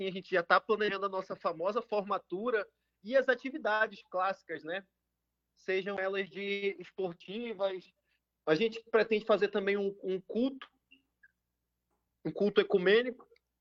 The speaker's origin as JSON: {"language": "Portuguese", "town": "Manaus", "region": "Amazonas", "country": "Brazil", "said": "Eu sou de Manaus e foi um baque para mim"}